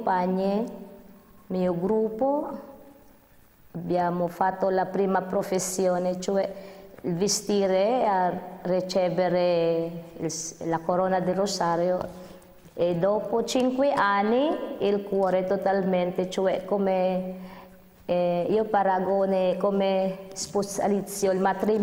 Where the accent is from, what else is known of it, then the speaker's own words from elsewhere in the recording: Philippines; Italian is a second language; Sono una filippina e appartengo delle povere figlie di Maria Santissima Incoronata